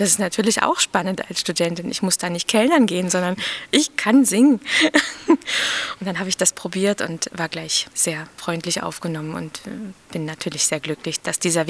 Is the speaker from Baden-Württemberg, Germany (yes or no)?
no; Cottbus, Brandenburg, Germany; Die niedersorbische Heimat ist ja eben mein Zuhause.